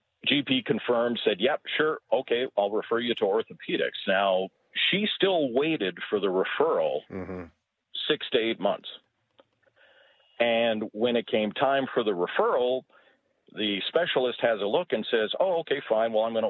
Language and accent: English; Alberta, Canada; moved away as an adult; also born or lived in Newfoundland; I grew up in Alberta, but we were living in Newfoundland at the time.